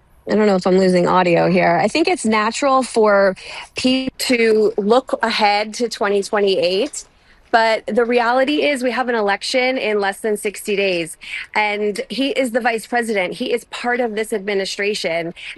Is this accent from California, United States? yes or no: yes; California, United States; my home state, California